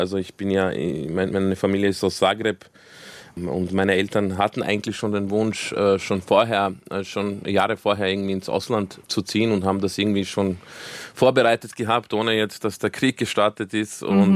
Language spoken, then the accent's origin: German; Vienna, Austria; German is a second language; Meine Jugend und in Wiener Parks verbracht.